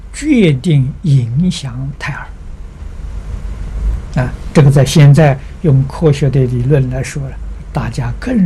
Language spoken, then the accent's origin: Chinese; China; 我们中国人